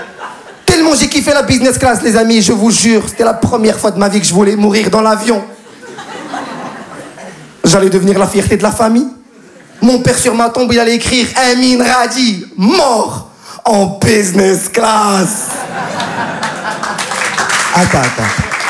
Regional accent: Casablanca, Casablanca-Settat, Morocco; Moi, je suis marocain. J'habite à Casa. Je suis habitué à la Royal Air Maroc.

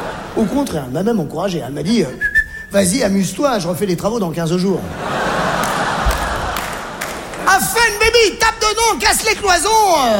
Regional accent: Algeria; born there; Je suis né en Algérie. Mais qu'est-ce qui m'a pris à moi de naître en Algérie ?

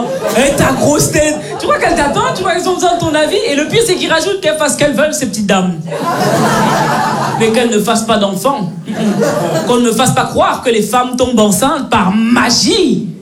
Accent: Belgium; born or raised there

